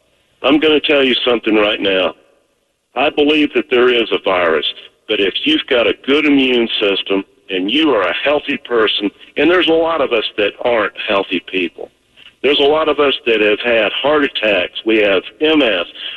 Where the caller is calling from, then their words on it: Boone, North Carolina, United States; We moved her from Asheville, North Carolina, up to our farm in Boone, North Carolina.